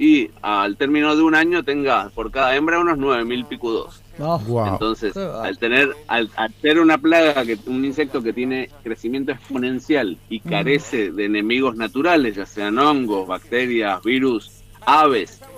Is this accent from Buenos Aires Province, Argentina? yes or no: no; Mendoza, Argentina; Yo soy mendocino, soy de Mendoza